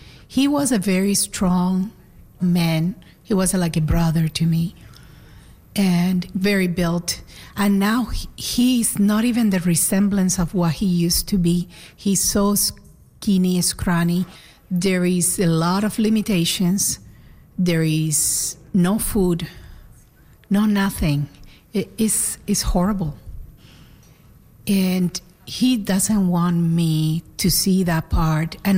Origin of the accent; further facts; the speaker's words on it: Guanabacoa, Havana, Cuba; moved away as an adult; I was born in Guanabacoa, Havana, Cuba. I left like about 20, 21 years old.